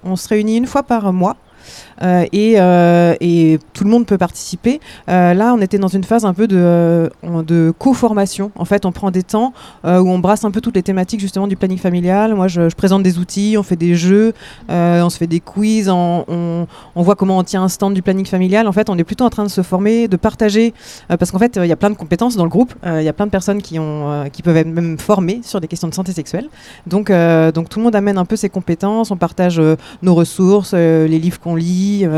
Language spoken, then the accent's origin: French; Mayenne, Pays de la Loire, France; moi je suis mayennaise, j'habite en Mayenne et j'ai été embauchée pour être la salariée qui agit en Mayenne.